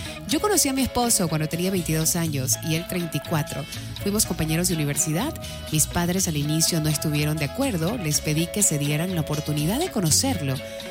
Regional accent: Naranjito, Guayas, Ecuador; La gente de mi hermoso cantón Naranjito

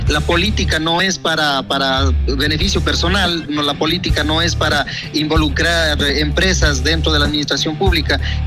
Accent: Tungurahua, Ecuador; muchas personas me han dicho que no me parezco indígena, pero pues vivo acá, mi papá vive aquí, mi mamá vive aquí, nací aquí, entonces no sé qué más hacer para poder demostrar que nací aquí en Río Colorado.

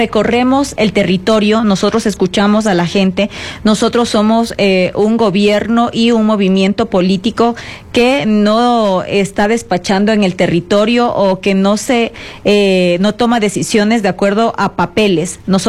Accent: Quito, Pichincha, Ecuador; Yo como capitalina, yo como quiteña, como pichinchana

